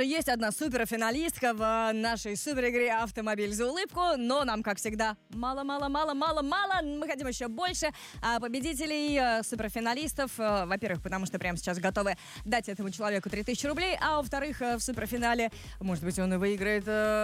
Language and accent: Russian; Kazan, Tatarstan, Russia; Но я действительно радуюсь, когда что-то хорошее происходит в моем родном городе Казани.